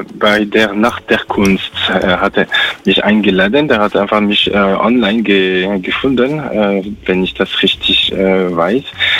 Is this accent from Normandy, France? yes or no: no; Paris, Île-de-France, France; moved away; Ich bin doch in Paris, zumindest am Stadtrand von Paris, geboren und groß gewachsen.